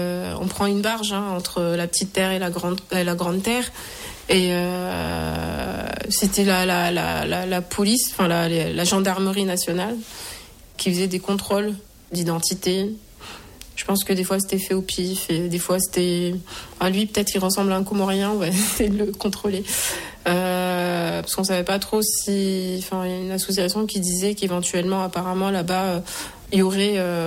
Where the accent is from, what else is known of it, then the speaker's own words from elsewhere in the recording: Dzaoudzi, Mayotte; arrivé en hélicoptère là, à la mairie de Dzaoudzi, là où j'ai grandi, mais en fait c'était un événement majeur, parce que tous les enfants, tout le monde était convié à aller l'accueillir.